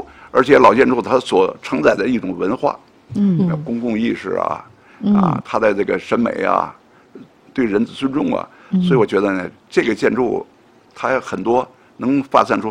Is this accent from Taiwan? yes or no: no; Beijing, China; 我是从胡同长大的，从小，我们看的都是青砖，是吧？那个黛瓦